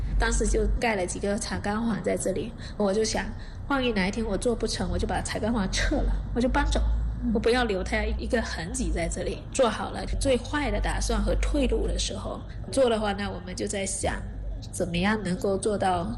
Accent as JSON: {"language": "Chinese", "region": "Fujian", "country": "China", "said": "然后而且我从福建来的，很喜欢吃新鲜，不喜欢冰冻的"}